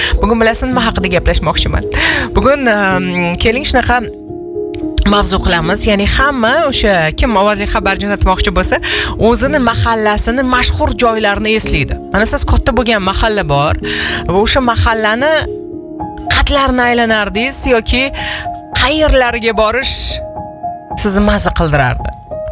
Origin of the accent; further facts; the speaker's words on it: Tashkent, Uzbekistan; biz ham o'sha hovlilarda tug'ilganmiz. Shu hovlida tug'ilib, katta bo'lib, keyin esa uchirma bo'lganmiz shu hovlilardan. Va bizni Shofayz mahallada biz aylangani boradigan yoki chiqadigan joylarimiz yo ko'kchaga chiqardik